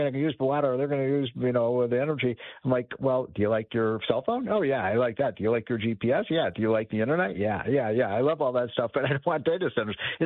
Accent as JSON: {"language": "English", "town": "Chicago", "region": "Illinois", "country": "United States", "said": "As you know, I'm from Chicago. One of the great cities of all time."}